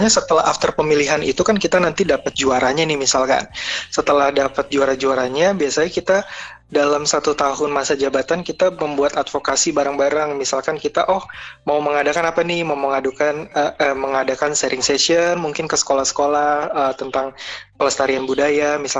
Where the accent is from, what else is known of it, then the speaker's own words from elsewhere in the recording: Java, Indonesia; Kalau kalau saya sih jujur, kalau saya kan memang dari Pulau Jawa ya.